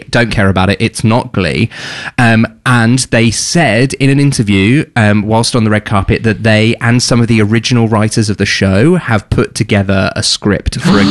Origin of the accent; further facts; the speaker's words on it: United Kingdom; moved away as an adult; now in Australia; as a Brit coming to Australia and living here now permanently and only sort of been here for like 2 years